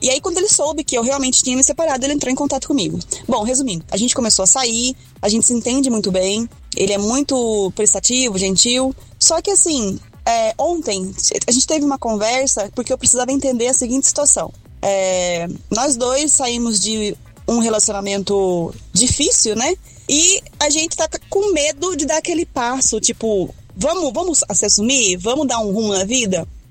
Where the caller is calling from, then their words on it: Piracicaba, São Paulo, Brazil; eu sou daqui do interior de São Paulo, mais precisamente de Piracicaba.